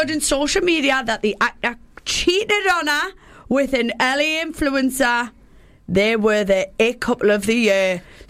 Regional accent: North East England, United Kingdom; Yeah, I'm the Geordie version.

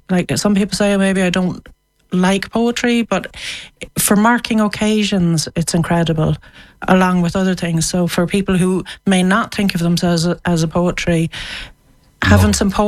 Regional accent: County Mayo, Ireland; I grew up near Glamorris, actually.

